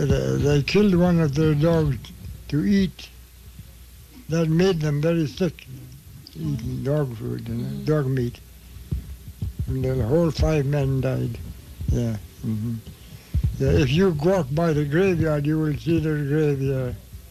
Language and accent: English; Fort McPherson, Northwest Territories, Canada; born there; Yes, I was born in Fort McPherson in 1894. Yes, I was born right here.